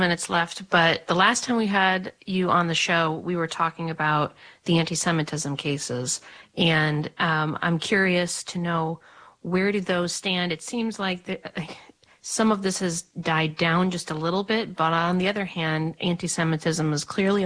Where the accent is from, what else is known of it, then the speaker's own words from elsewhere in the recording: Colorado, United States; my home state of Colorado